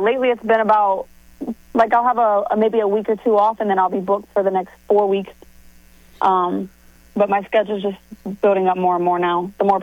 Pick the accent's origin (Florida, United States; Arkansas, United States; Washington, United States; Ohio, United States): Ohio, United States; I'm from Ohio, so I got a little bit of countryside in me, so.